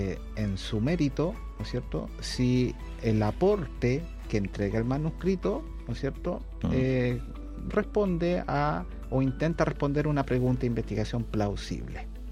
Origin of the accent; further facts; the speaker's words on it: Chile; Generalmente, por ejemplo, si yo vengo de Chile, ¿no es cierto?, el otro par revisor lo más probable que sea de Asia.